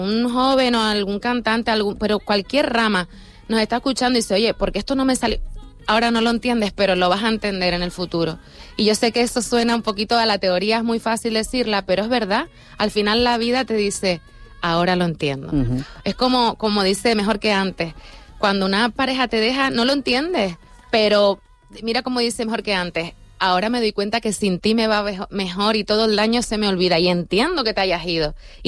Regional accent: Canary Islands, Spain; born or raised there

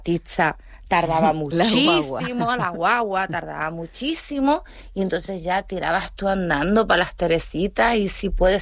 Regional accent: Canary Islands, Spain; moved away as an adult; now in Madrid, Spain; Es que soy canaria

